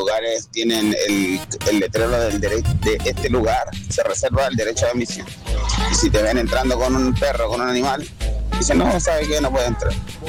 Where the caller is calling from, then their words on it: Iquique, Tarapacá, Chile; De acá de Iquique